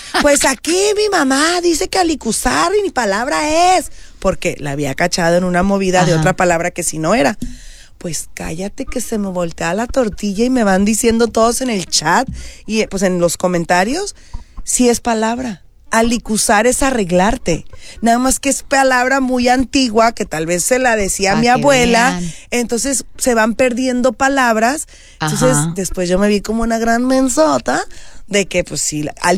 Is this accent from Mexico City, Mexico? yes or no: no; Sinaloa, Mexico; Y es bien loco porque yo obviamente siempre digo que soy de Sinaloa, pero ajá, yo realmente no tengo un acento muy marcado de Sinaloa.